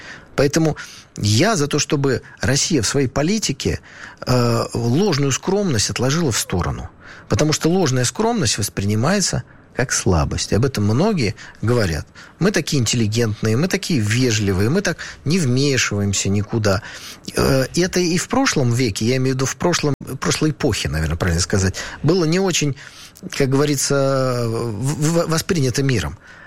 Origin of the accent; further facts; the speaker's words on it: Armenia; Армения, это ну, мы, армяне, да, находится в очень сложном и плохом географическом положении